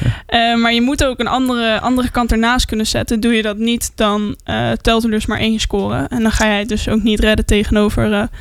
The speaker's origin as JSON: {"language": "Dutch", "country": "Netherlands", "said": "als Nederlander"}